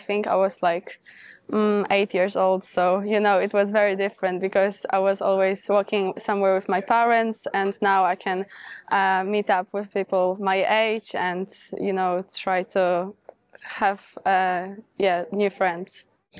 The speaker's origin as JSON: {"language": "English", "country": "Poland", "said": "I'm from Poland."}